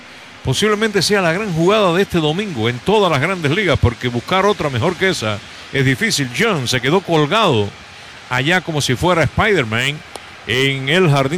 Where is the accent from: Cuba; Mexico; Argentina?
Cuba; Yo decía, yo soy cubano y ya valía más de 20 millones, por decir cubano nada más.